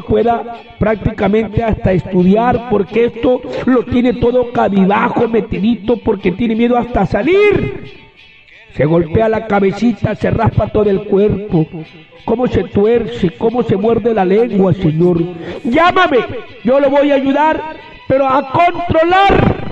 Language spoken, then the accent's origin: Spanish; Huancabamba, Piura, Peru; now in Olmos, Peru; Yo soy neto natural de Huancabamba, señor, pero años vivo acá en Olmos, en esta tierra calurosa donde muchos me conocen.